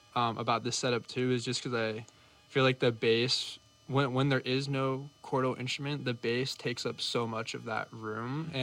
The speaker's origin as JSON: {"language": "English", "region": "California", "country": "United States", "moved": "yes", "lives_now": "New York, United States", "said": "we're both from California, opposite ends of the state"}